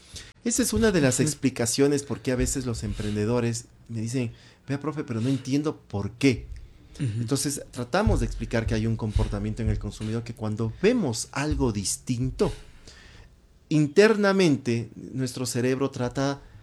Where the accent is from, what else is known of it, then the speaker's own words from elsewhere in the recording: Ecuador; nosotros como ecuatorianos tenemos acá